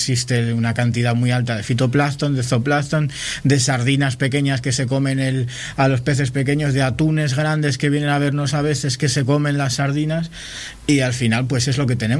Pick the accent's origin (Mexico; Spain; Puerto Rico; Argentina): Spain; Liendo, Cantabria; Ves el monte de Candina de Liendo, ves el... Y dices, jolín, estoy viendo mi pueblo